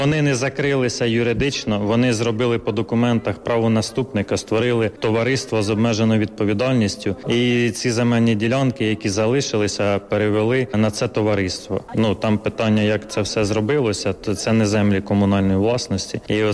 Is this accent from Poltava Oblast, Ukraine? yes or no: yes; Lokhvytsia, Poltava Oblast, Ukraine; Я з Лохвиці, не знаю, яка там ситуація за 12 кілометрів у Васильках